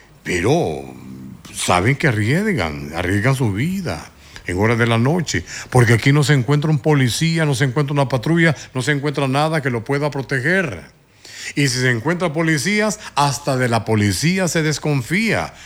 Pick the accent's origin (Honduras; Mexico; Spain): Honduras; la situación que estamos pasando los hondureños.